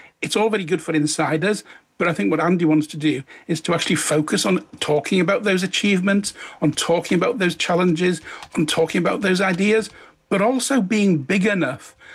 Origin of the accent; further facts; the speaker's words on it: the north of England, United Kingdom; now in Leeds, United Kingdom; I'm not somebody from the Westminster bubble. I'm from the North. I'm based in Leeds.